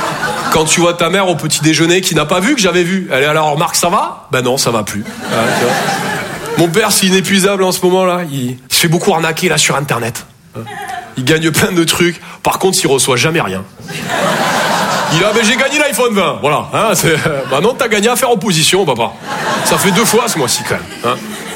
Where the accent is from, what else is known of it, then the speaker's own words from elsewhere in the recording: Toulouse, Occitanie, France; Je viens de Toulouse à la base. Ouais, ça s'entend un peu. Ouais. Bah, mon accent, c'est vraiment comme mon sexe.